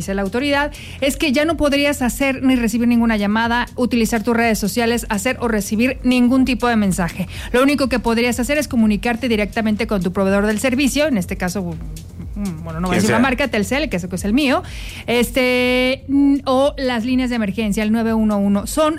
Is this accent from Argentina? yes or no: no; Querétaro, Mexico; eso no nos representa como queretanos y definitivamente no nos representa como mexicanos.